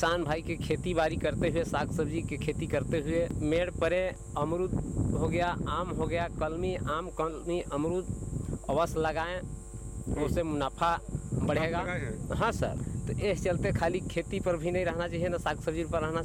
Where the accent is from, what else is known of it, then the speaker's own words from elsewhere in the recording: Jharkhand, India; मेराल प्रखंड के रहने वाले हैं।